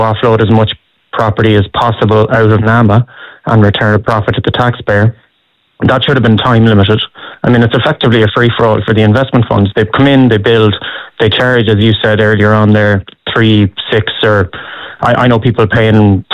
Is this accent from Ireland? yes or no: yes; Galway, Connacht, Ireland; I'm from Galway myself